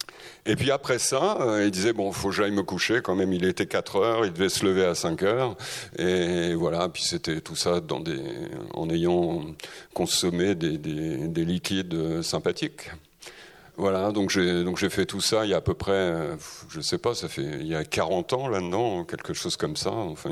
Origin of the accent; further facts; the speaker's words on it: Normandy, France; En fait, moi je viens de Normandie.